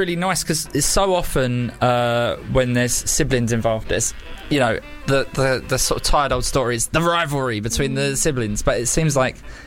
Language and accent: English; London, United Kingdom; I'm from South East London originally, but...